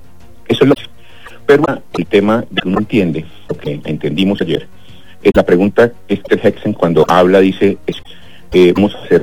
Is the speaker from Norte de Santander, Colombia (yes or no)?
yes; Norte de Santander, Colombia; also born or lived in Socorro; Yo nací en un pueblo que llamé Socorro, en Santander, y a los 10 años me trasladé a Puto Norte de Santander, y me quedé.